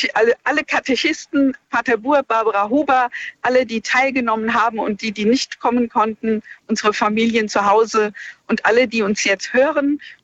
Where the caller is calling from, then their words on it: Rüdesheim am Rhein, Hesse, Germany; ich komme aus Rüdesheim am Rhein